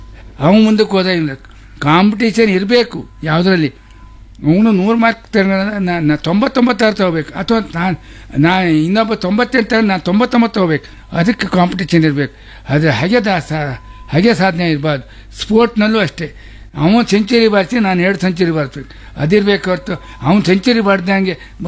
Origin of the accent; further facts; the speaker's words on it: Kundapura, Karnataka, India; moved away; ಈ ನೆಲ ನಮ್ಮ ಹುಟ್ಟೂರು ಕುಂದಾಪುರ.